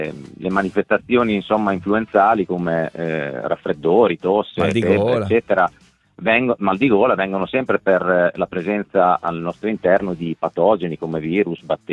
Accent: Emilia-Romagna, Italy; now in Rome, Italy; No, io sono, in realtà sono romagnolo, però ormai da 12 anni vivo a Roma per lavoro, però effettivamente sì, dall'accento forse si capisce che non sono

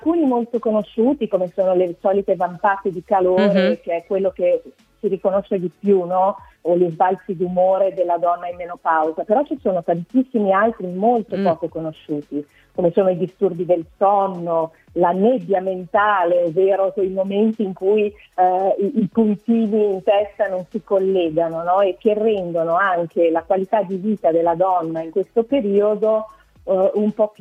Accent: Brazil; now in Italy; Anche da brasiliana, come imprenditrice in Italia

